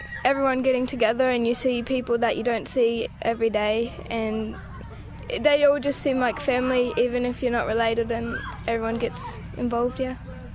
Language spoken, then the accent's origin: English; Wiradjuri country, Australia; I'm Indigenous, I'm from Wiradjuri Mob